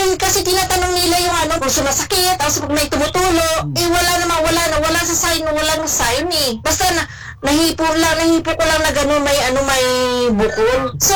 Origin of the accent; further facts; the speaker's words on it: Bacoor, Calabarzon, Philippines; now in Hong Kong; taga Molino Bacoa ako. Tapos, nandito ko ngayon sa Hong Kong.